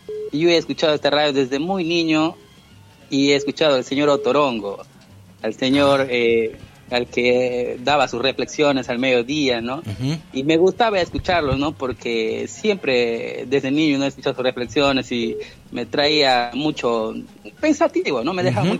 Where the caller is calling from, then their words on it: Tarapoto, San Martín, Peru; Les escucho desde el barrio Partido Alto, desde Quirón Atahualpa, cuadra 2.